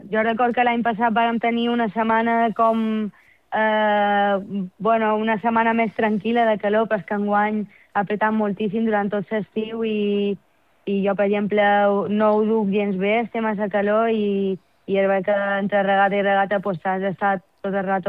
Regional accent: Palma, Balearic Islands, Spain; born there

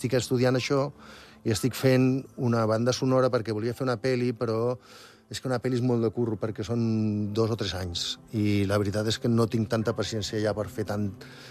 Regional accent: Girona, Catalonia, Spain; Jo soc de Girona, jo soc de Girona.

